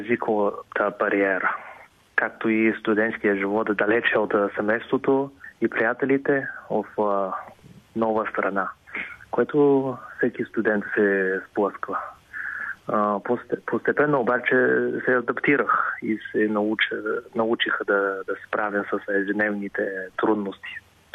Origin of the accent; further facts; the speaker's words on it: Beijing, China; Bulgarian is a second language; now in Bulgaria; Аз лично съм роден в Пекин и съм израснал в Пекин, който е един космополитен град.